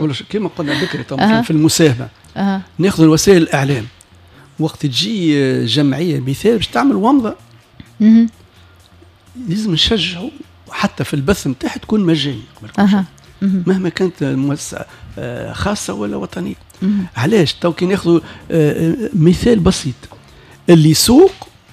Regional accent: Tunisia; كما عندنا في تونس

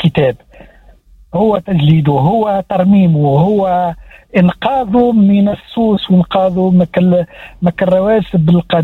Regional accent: Tunis, Tunis Governorate, Tunisia; born there; وانا احنا من مواليد 55 في نجل باشا، وكانت لي المكتبة الوطنية في العطارين معناتها قريبة.

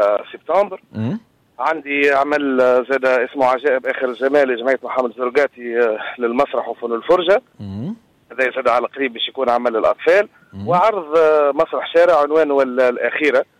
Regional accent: Kalaa Kebira, Sousse Governorate, Tunisia; كذلك عندنا في القلعة الكبرى زاد عندنا بعض العروض الممتازة في مسرح الدين معيوف والعرض الهندي امبارح،

